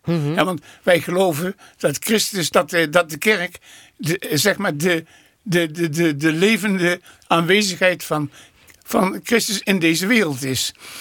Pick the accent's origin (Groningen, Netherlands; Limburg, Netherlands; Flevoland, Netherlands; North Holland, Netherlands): Limburg, Netherlands; Venlo; En dus in het stadje Venlo, waar ik geboren ben en getogen ben. Ja, en daar heb ik dus ook, zeg maar, die jaren 60 beleefd.